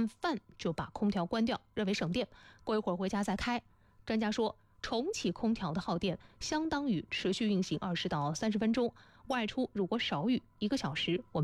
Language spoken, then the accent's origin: Chinese; Hefei, Anhui, China; 我们合肥人